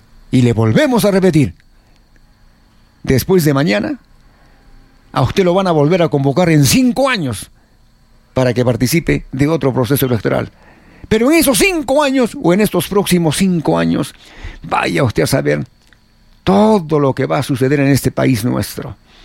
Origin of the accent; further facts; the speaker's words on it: Peru; Entendamos lo que hoy enfrentamos los peruanos.